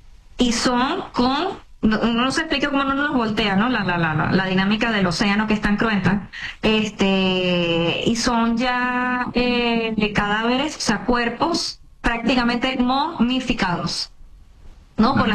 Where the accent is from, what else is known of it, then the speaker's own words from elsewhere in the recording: Venezuela; pasa que nosotros como venezolanos, hasta que no nos tocó en carne propia y ver nuestro propio dolor y nuestra propia gente